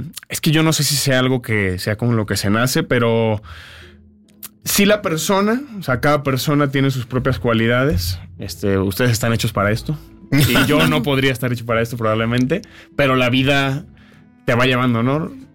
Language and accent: Spanish; Colima, Mexico; yo empecé a salir a hacer shows en Tijuana, que aquí en la Ciudad de México, porque yo soy de Colima.